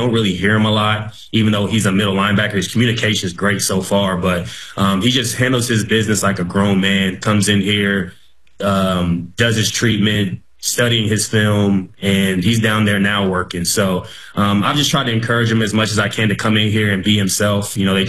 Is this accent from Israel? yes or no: no; Indianapolis, Indiana, United States; Okay, so I'm from Indianapolis, so like I'm